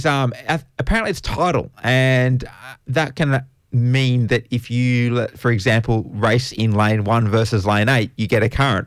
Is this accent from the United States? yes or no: no; Australia; As an Australian